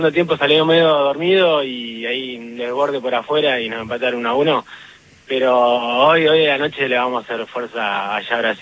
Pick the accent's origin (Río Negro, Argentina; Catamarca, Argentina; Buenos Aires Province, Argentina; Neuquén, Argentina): Buenos Aires Province, Argentina; La Plata; born there; now in Mar del Plata, Argentina; Soy hincha de Estudiante, nací acá, pero me tuve que ir a Mar del Plata por trabajo